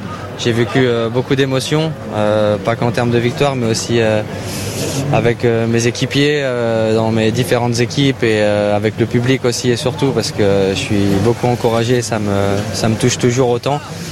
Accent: France; en tant que Français

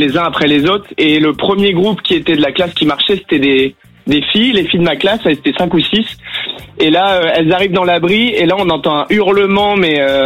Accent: Brest, Brittany, France; Moi, je viens de Brest, en Bretagne.

